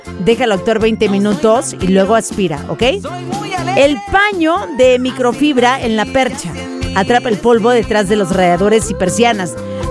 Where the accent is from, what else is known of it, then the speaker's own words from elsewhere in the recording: Mazatlán, Sinaloa, Mexico; moved away; cuando voy a mi tierra, allá en Mazatlán.